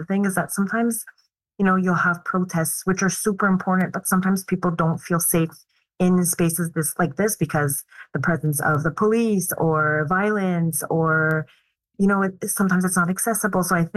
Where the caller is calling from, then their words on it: Montreal, Quebec, Canada; And I also, I'm speaking from Montreal.